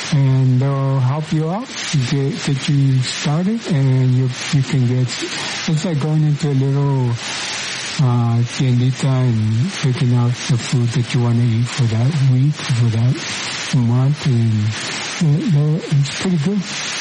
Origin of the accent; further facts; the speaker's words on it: Arizona, United States; Hightown, my hometown.